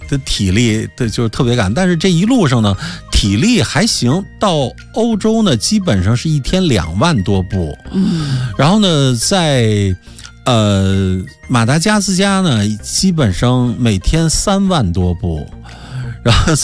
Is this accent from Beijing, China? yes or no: yes; Beijing, China; 那我北京人，咱们都是北京人